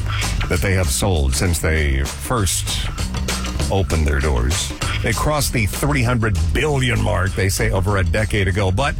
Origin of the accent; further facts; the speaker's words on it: Kokomo, Indiana, United States; I'm from Kokomo. I was born and raised there.